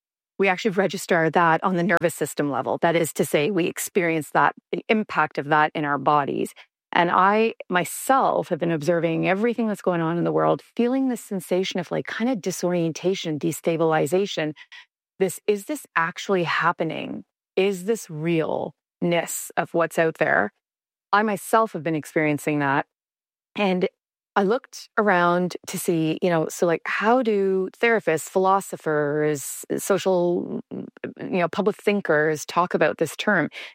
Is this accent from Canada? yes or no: yes; Canada; I'm a Canadian, I would have never thought that that our relationship with the U.S. would become destabilized.